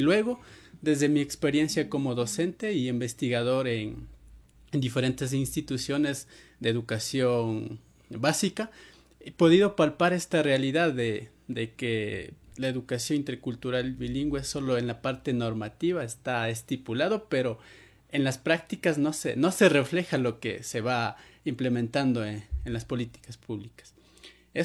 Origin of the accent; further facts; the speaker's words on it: Alausí, Chimborazo, Ecuador; yo vengo de la provincia de Chimborazo, de una comunidad indígena del cantón Alausí, comunidad de Xuxilcón.